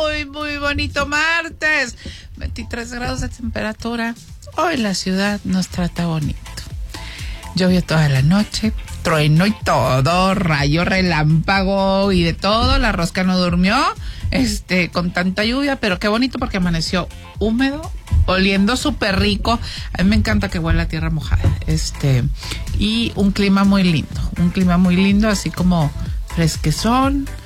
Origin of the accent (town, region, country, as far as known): Saltillo, Coahuila, Mexico